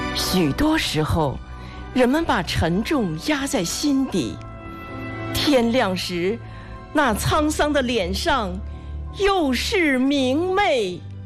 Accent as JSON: {"language": "Chinese", "region": "Hebei", "country": "China", "tie": "born or raised there", "said": "因为我们都是生于斯，长于斯，我们都是河北人，"}